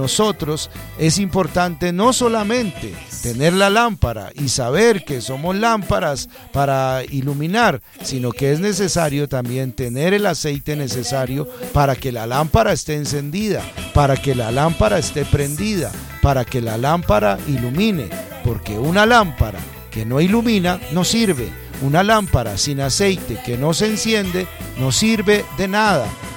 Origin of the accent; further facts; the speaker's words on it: Colombia; Pero como colombianos, Colombia es un país creyente, Colombia es un país orante.